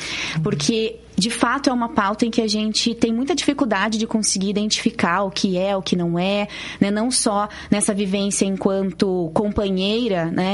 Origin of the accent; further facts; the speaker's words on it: Curitiba, Paraná, Brazil; né, aqui em Curitiba, na região sul, lá na regional do Boqueirão, né, onde eu fui criada